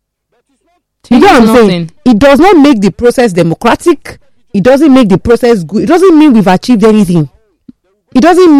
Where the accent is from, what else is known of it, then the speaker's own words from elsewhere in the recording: Nigeria; I'm not just another Nigerian, that I'm actually a Nigerian with a voice.